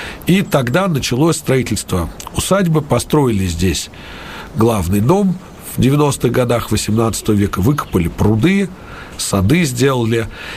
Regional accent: Moscow, Russia; мы, москвичи

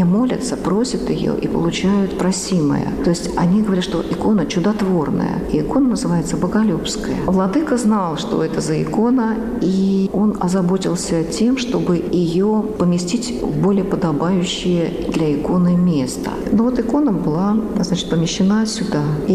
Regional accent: Moscow, Russia; moved away as an adult; now in Vladimir, Russia; Я вообще родилась и выросла в Москве.

